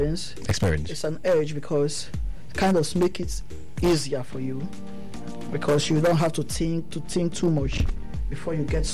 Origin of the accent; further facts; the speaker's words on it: Benin City, Edo, Nigeria; now in Lagos, Nigeria; So, growing up in Benin, almost everybody that wanted to do music has to come back to Lagos, you get?